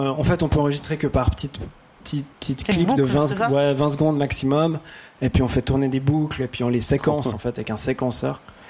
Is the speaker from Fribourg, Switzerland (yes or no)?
yes; Fribourg, Switzerland; Moi, comme je viens de Fribourg, j'ai la chance de collaborer avec une sorte de fonds de soutien pour des jeunes artistes